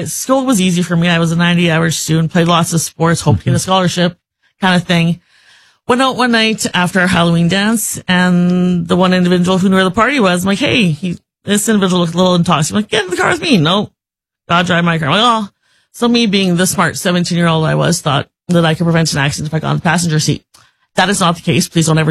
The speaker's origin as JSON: {"language": "English", "town": "Regina", "region": "Saskatchewan", "country": "Canada", "tie": "born or raised there", "said": "That is correct. Spent 47 years here almost."}